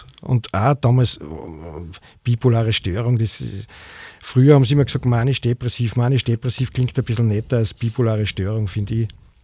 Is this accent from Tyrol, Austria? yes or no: no; Schladming, Styria, Austria; also born or lived in Graz; Also ich bin ja in der Obersteiermark aufgewachsen